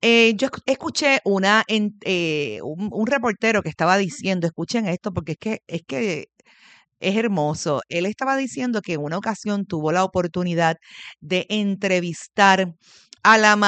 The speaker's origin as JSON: {"language": "Spanish", "country": "Puerto Rico", "said": "así es que hablamos los puertorriqueños"}